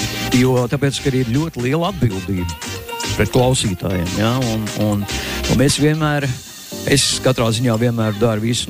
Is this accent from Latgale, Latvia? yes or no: no; Liepāja, Kurzeme, Latvia; Esmu atpūst no Vējinās pilsētas Liepājas.